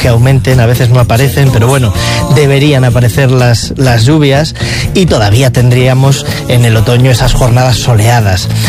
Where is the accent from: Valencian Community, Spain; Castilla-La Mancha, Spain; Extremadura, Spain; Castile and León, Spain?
Castile and León, Spain; nos vamos a ir ahora a mi tierra, nos vamos a la provincia de León, concretamente al Bierzo, al Valle de Compludo